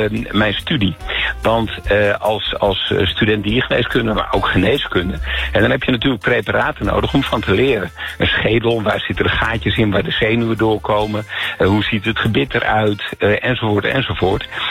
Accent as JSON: {"language": "Dutch", "town": "Amsterdam", "region": "North Holland", "country": "Netherlands", "said": "Nou, ik kom wel uit Amsterdam. Ik woon nu in Noord-Holland, maar we hebben een boot en die ligt aan de rand van Amsterdam."}